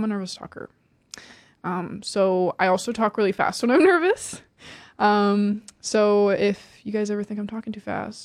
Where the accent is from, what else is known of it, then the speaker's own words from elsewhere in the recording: Marysville, Washington, United States; I am from Marysville, Washington, which is about 45 minutes north of Seattle.